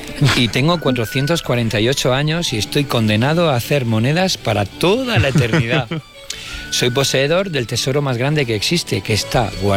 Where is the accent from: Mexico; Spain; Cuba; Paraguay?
Spain; Lorca, Region of Murcia; soy de Lorca y amo Lorca muchísimo.